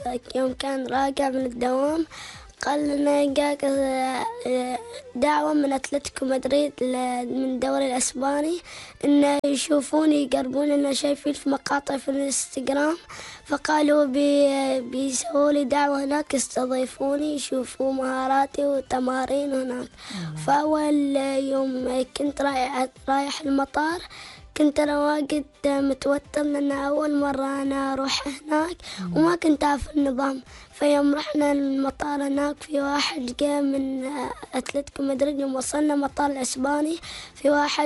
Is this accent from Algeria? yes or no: no; Oman; لأن أنا عماني وافتخر.